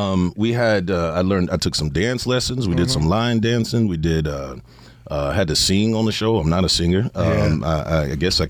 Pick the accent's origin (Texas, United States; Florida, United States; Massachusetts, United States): Texas, United States; San Antonio; I'm from San Antonio